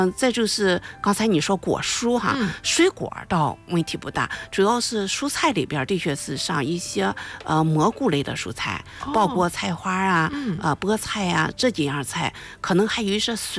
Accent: China; 我们中国人比较喜欢煲汤哈，尤其是南方人，

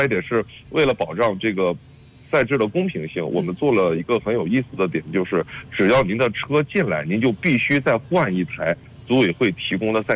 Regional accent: Shandong, China; 现在在上海的周冠宇，也是咱们山东老乡

